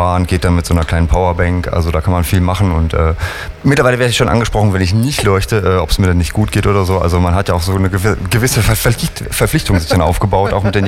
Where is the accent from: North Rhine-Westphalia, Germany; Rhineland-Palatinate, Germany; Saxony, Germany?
North Rhine-Westphalia, Germany; now in Cologne, Germany; aus Köln, ein zugereister Kölner dazu gesagt, ursprünglich Sauerländer